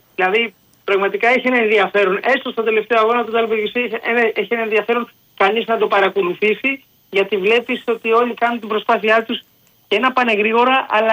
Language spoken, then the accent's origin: Greek; Greece